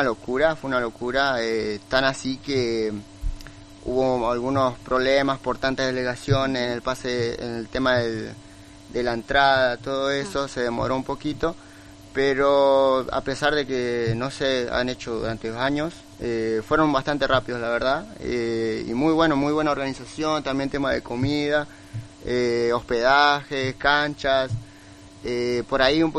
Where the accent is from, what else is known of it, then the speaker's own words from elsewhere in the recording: La Paz, Entre Ríos, Argentina; moved away as an adult; now in Paraná, Argentina; No, yo soy de La Paz.